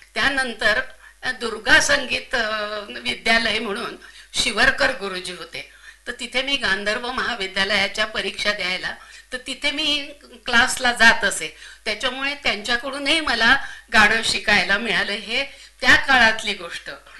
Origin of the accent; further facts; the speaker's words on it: Daryapur, Maharashtra, India; मी दर्यापूरची आहे